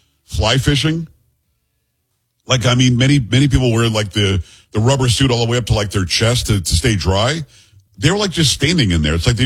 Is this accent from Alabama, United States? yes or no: no; Florida, United States; See, I grew up in South Florida where we deep sea fish.